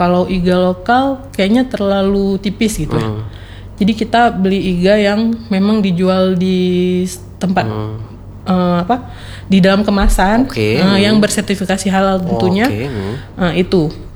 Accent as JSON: {"language": "Indonesian", "region": "Aceh", "country": "Indonesia", "also_born_or_lived": "Jakarta", "said": "Condet itu kan emang Arab semua, Arab tapi semua, kita nih Aceh gitu."}